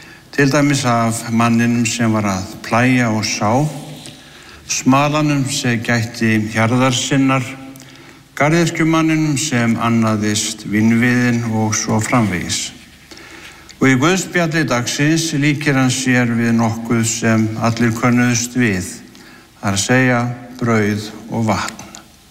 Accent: Siglufjörður, Northeastern Region, Iceland; born or raised there

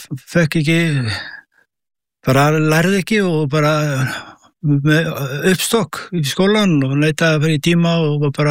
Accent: Hveragerði, Southern Region, Iceland; Ég frá Hveragerði, uppalið þar, Hveragerðingur. Og bjó mína skólagöngu í Hveragerði

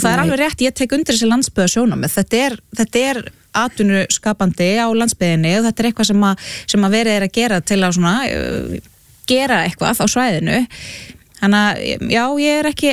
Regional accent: Flúðir, Southern Region, Iceland; ég nú alveg upp á Flúðum dæmis, og það var, svona ég minni æsku það var í raun og veru ekkert þangað að sækja.

